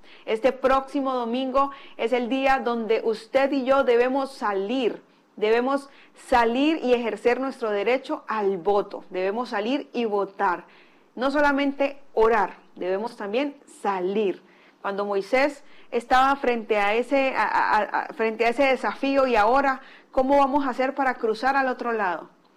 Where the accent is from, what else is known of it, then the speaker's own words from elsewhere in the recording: Colombia; nosotros, los que habitamos en Colombia, los que nacimos en Colombia